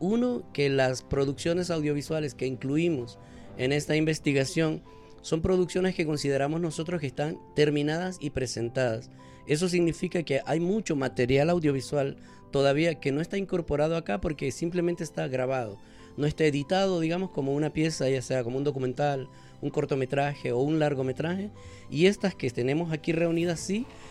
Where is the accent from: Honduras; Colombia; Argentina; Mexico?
Honduras; para como hondureños, porque en realidad también previo a eso habían grabaciones sobre Honduras